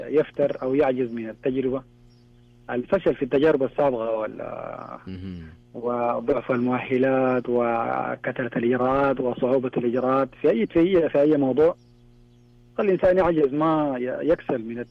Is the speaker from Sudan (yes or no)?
yes; Sudan; now in Riyadh, Saudi Arabia; من السودان إن شاء الله.